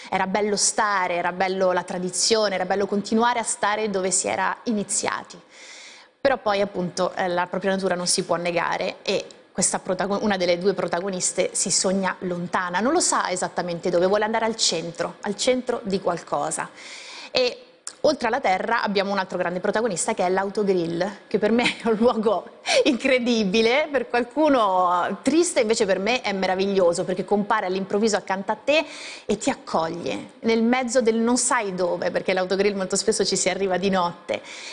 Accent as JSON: {"language": "Italian", "town": "Conegliano", "region": "Veneto", "country": "Italy", "tie": "born or raised there", "moved": "yes", "said": "io conosco bene la mia terra, che è il Veneto"}